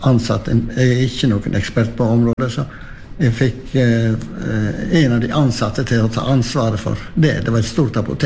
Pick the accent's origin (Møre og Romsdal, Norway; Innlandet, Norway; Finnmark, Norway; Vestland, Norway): Vestland, Norway; Hafslo; Jeg, for det første, så er jeg født og oppvokst i Hafslo.